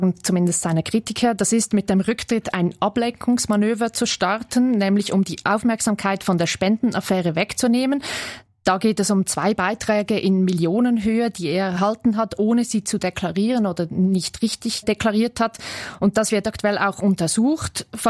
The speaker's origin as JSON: {"language": "German", "country": "Switzerland", "said": "sicher sagen, dass Humor in der britischen Politik einen viel höheren Stellenwert hat als zum Beispiel bei uns in der Schweiz."}